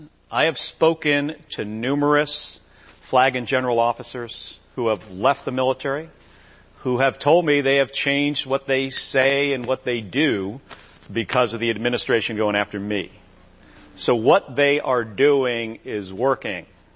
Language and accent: English; New Jersey, United States; I'm the son of two police officers. I grew up in New Jersey.